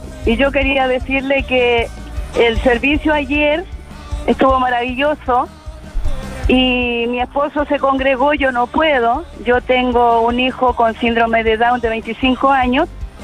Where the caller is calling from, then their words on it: San Bernardo, Santiago Metropolitan Region, Chile; Yo estoy acá en San Bernardo.